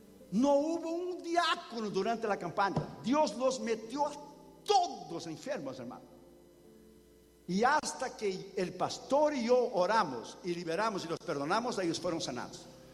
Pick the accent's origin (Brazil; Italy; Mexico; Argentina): Brazil; Hermano, yo soy de un tiempo, de la escuela dominical cuando era niño en Brasil. Iba mis tres hermanas, mi hermano y yo, los cinco.